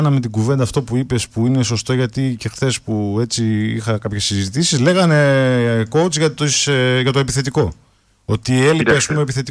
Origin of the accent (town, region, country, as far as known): Greece